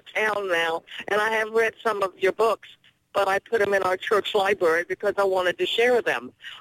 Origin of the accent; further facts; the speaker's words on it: Gassaway, West Virginia, United States; born there; I was born, I didn't grow up there, but I was born in Braxton County, West Virginia.